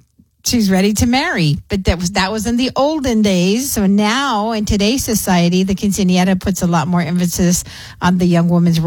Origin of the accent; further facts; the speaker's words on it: El Paso, Texas, United States; So I was born and raised here in El Paso.